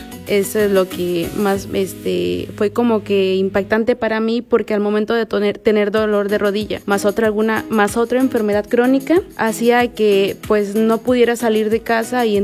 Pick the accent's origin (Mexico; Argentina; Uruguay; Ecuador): Mexico; Atlapexco, Hidalgo; Yo estuve en el pueblo donde soy, del Mirador Atlapesco Hidalgo